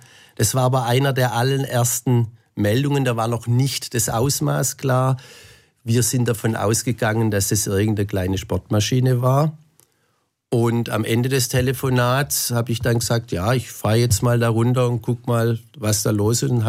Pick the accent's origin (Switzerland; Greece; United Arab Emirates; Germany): Germany; Heilbronn, Baden-Württemberg; Wir sind ja als Kinder in Heilbronn und hier im ganzen süddeutschen Raum mit den Amerikanern aufgewachsen.